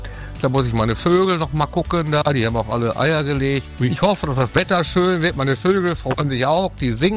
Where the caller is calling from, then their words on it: Herzebrock-Clarholz, North Rhine-Westphalia, Germany; Ich komme aus Bixel, ist die Landgemeinde Herzeburg-Laholz.